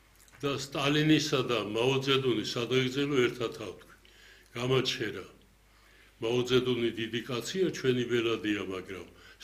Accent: Gori, Shida Kartli, Georgia; ქართველი ვარ, თანაც გორელი ვარ, მეჯვრისხეველი ვარ.

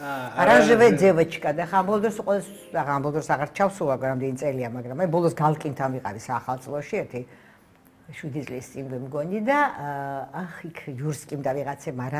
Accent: Tbilisi, Georgia; მე ვარ მესამე თაობის თბილისელი, ჩემ ბებია-ბაბუა უკვე თბილისელები იყვნენ.

